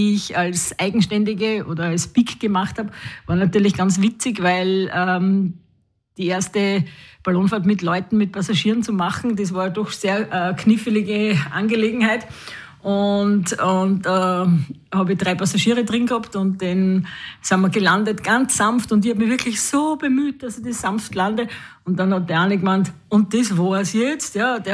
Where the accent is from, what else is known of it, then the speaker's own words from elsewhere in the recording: Mariazell, Styria, Austria; Ich bin als Kind, also als Jugendlicher aufgewachsen in Maritzell neben einem Flugplatz